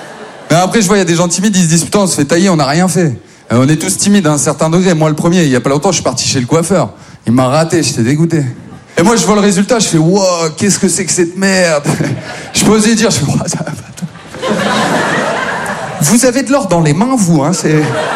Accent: Maubeuge, Hauts-de-France, France; now in Paris, France; Moi, je viens de Maubeuge.

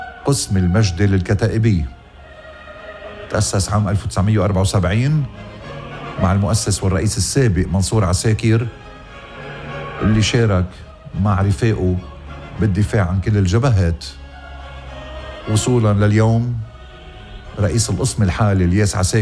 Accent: Lebanon; وطننا لبنان

